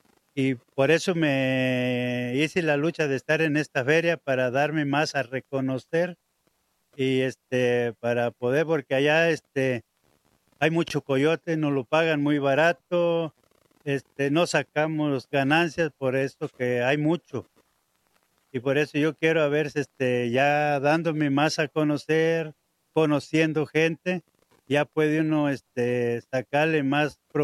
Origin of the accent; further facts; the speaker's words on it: Tamasopo, San Luis Potosí, Mexico; Yo vengo del municipio de Tamasopo, San Luis Potosí, a presentar mi producto.